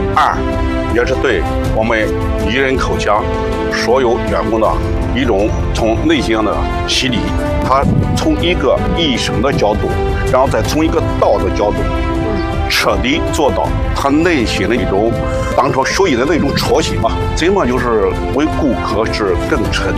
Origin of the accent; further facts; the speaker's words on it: Luyi, Henan, China; 我的家乡也是鹿邑。